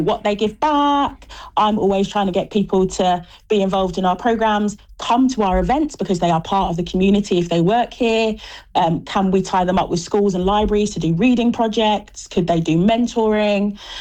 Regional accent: London, United Kingdom; I grew up in Camden.

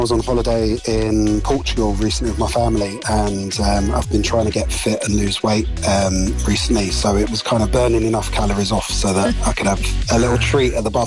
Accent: London, United Kingdom; now in Edinburgh, United Kingdom; I'm originally from London, but living in Edinburgh.

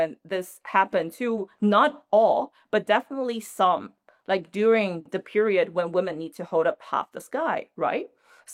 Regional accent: China

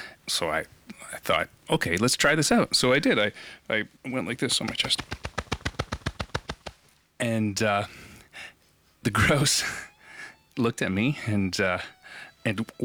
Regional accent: Ontario, Canada; I play the double bass with Shane Cook in … we're from Ontario, Canada.

